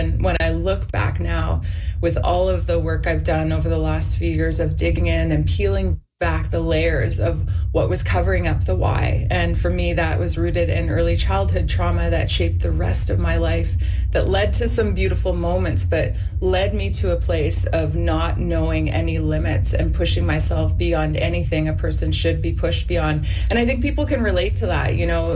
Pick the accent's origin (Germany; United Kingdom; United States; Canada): Canada; Winnipeg, Manitoba; moved away; My roots are forever planted in prairie soil and my hometown of Winnipeg.